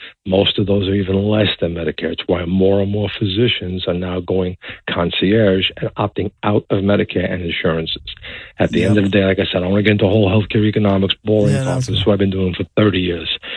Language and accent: English; Brooklyn, New York, United States; also born or lived in Long Island; Born and raised in Brooklyn, raised in Long Island.